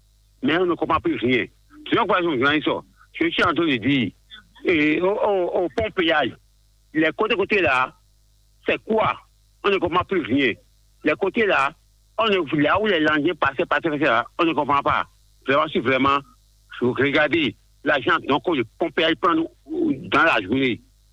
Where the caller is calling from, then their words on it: Ouidah, Atlantique, Benin; Je vous appelle de Ouida Kati Soubadi.